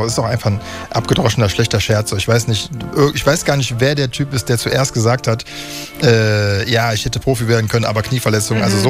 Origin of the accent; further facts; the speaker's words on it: Düsseldorf, North Rhine-Westphalia, Germany; ich bin Düsseldorfer Jung auf jeden Fall, alleinerziehende deutsche Mama, Klassiker halt als Mischling.